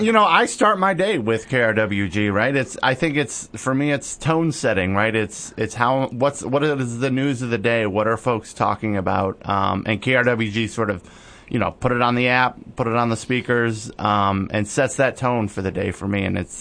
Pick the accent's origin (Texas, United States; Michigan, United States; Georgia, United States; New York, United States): Michigan, United States; Detroit; moved away as an adult; also born or lived in Bay Area, California; I grew up in Detroit, Michigan, lived in the Bay Area. Moved here 20 years ago.